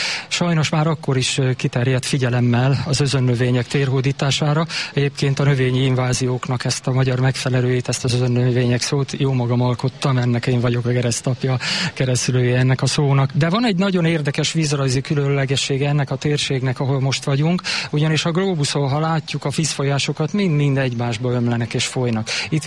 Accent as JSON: {"language": "Hungarian", "town": "Szombathely", "region": "Vas", "country": "Hungary", "tie": "born or raised there", "said": "Nyilván lokálpatriótaként vagyok jelen, mindenféle tekintetben. A gyermekkorom is ide köt, a itt áthaladó Perint és Gyöngyös patakok partjain nőttem fel, meg a Kálmoni Arborétumba."}